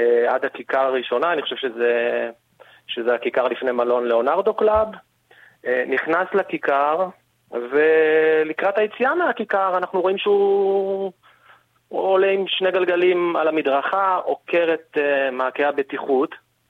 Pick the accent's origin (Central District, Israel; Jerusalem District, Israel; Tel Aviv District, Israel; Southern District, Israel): Central District, Israel; Tzoran; אני מהיישוב צורן.